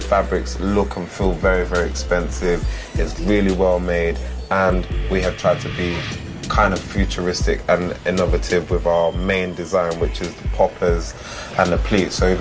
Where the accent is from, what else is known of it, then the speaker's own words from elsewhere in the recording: United Kingdom; the modern British man, seeing as I am a British man